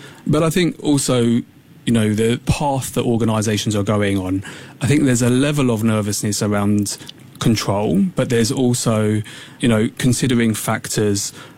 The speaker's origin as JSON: {"language": "English", "region": "England", "country": "United Kingdom", "accent": "English"}